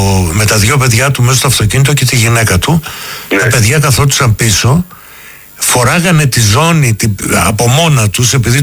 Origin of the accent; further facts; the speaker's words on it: Crete, Greece; Εγώ είμαι από την Κρήτη.